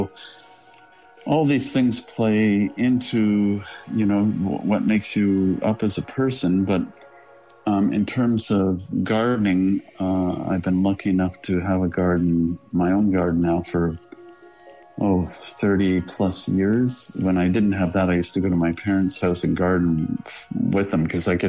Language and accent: English; Toronto, Ontario, Canada; I grew up in Toronto. I'm a native Torontonian, and for most of my life, I've lived in the city. … well, I should say Martha Johnson, my partner, and I actually moved to Bath, England for about a 2.5 year period.